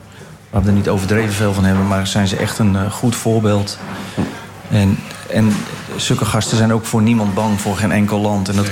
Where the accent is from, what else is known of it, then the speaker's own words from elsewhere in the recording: Netherlands; want wij als Nederlanders hebben daar last van als we wissel zijn.